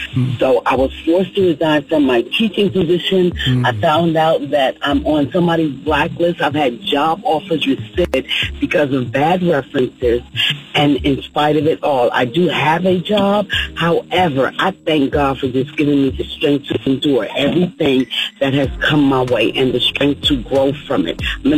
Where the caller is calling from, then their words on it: Georgia, United States; I'm calling from University, Georgia